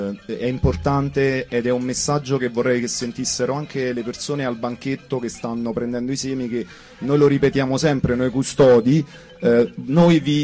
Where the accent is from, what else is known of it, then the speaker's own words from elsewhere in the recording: Campania, Italy; io vengo dalla provincia di Salerno